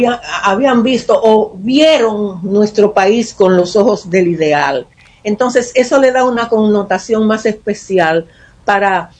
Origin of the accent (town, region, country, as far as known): Dominican Republic